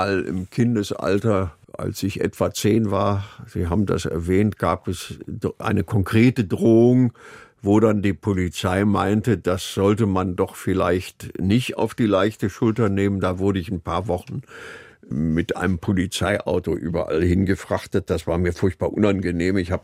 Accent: Berlin, Germany; Das war so eine Siedlung in Berlin-Schlachtensee, die Marinesiedlung. Und da bewohnten wir ein Reihenhaus.

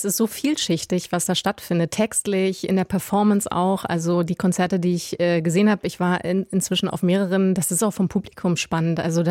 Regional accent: Brandenburg, Germany; der aus Fürstenwalde kommt, also auch so ein bisschen aus meiner Heimat.

